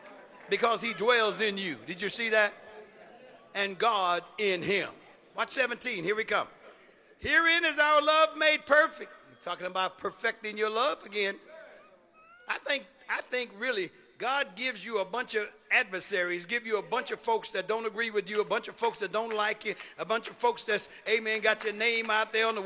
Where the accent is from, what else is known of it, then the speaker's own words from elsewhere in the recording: Oakland, California, United States; I'm from West Oakland.